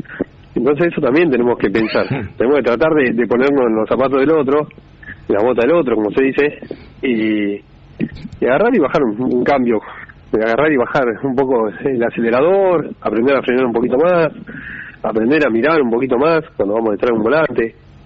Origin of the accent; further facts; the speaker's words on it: Argentina; now in Punta Alta, Argentina; Eso habla de la empatía que tenemos como argentinos, ¿no es cierto? Sabe pasar acá en Punta Alta